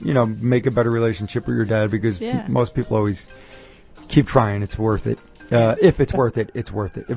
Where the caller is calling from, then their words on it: Newark, New Jersey, United States; Yeah, I'm calling from Green Street in Newark.